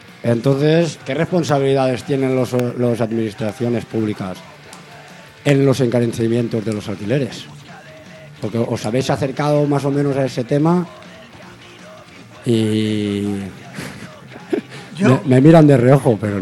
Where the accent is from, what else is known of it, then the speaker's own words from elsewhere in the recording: Valencia, Valencian Community, Spain; Yo soy de Valencia